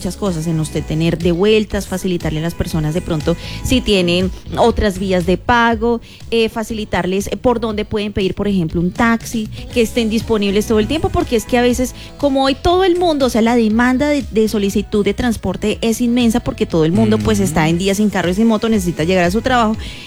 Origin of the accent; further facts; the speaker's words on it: Ibagué, Tolima, Colombia; now in Armenia, Colombia; tú y yo venimos de Ibagué y sabemos que en Ibagué cuando hay días sin carro y sin moto, pues hay una ciclovía